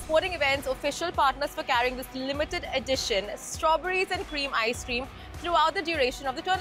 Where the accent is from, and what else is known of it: India